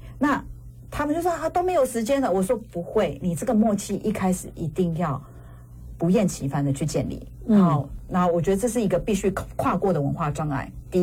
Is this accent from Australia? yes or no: no; Taiwan; 我们台湾人